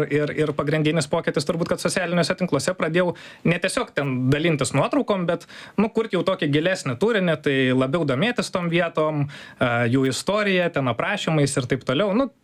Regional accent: Panevėžys, Panevėžys County, Lithuania; moved away as an adult; Tai aš pats esu iš Aukštaitijos sostinės, iš Panevėžio, ten gimiau, augau ir praleidau 19 metų.

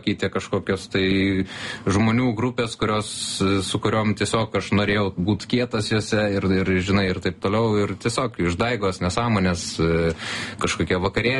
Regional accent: Kaunas, Kaunas County, Lithuania; Nu, užaugau Kaune, tai tenais tiesiog kažkur išėjau ir einu į parduotuvės duris

